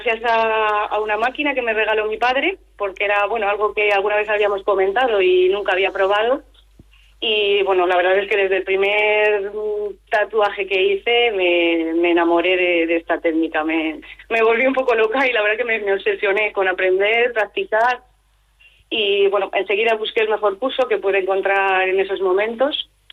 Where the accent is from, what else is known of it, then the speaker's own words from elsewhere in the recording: Logroño, La Rioja, Spain; Soy riojana, logroñesa. Bueno, con raíces también valencianas. Mi padre es riojano, de aquí de Logroño, y mi madre es de Valencia.